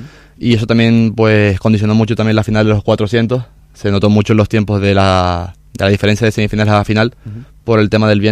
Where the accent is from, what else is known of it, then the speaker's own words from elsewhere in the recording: San Cristóbal de La Laguna, Canary Islands, Spain; Yo soy del Camino de las Peras, en la zona de la Manzanilla.